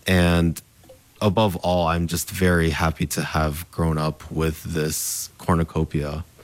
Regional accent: Japan; also born or lived in Memphis; the neighborhoods that I grew up in Japan, and the friends that I had in Memphis.

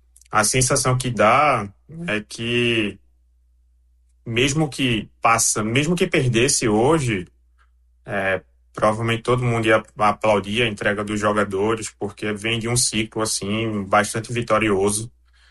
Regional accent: Brazil; now in Argentina; Eu sou brasileiro até o Brasil sair da Copa, depois disso eu torço para a Argentina. Mas por morar aqui

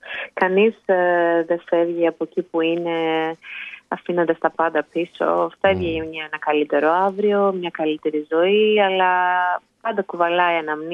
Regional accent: Greece; now in Australia; Ελληνίδα ποτέ δεν θα πάψω να αισθάνομαι, ακόμα και αν αποκτήσω την αυστραλέζικη υπηκότητα, πάντα θα είμαι Ελληνίδα, μέχρι να πεθάνω.

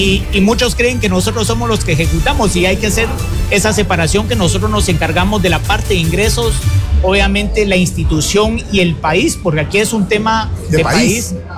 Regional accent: Guatemala; como guatemaltecos siempre queremos más

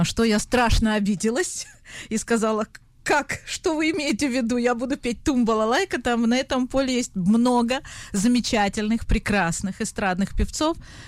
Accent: Moscow, Russia; я из Москвы

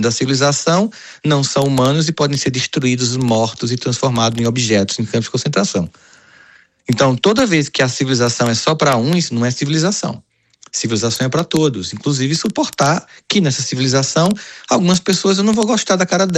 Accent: Brazil; Nossa, enquanto brasileiro

